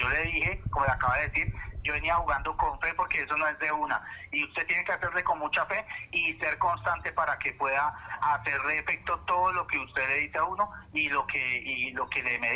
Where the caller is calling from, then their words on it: Salgar, Cundinamarca, Colombia; De aquí, de Salgar, Cundinamarca, profesor.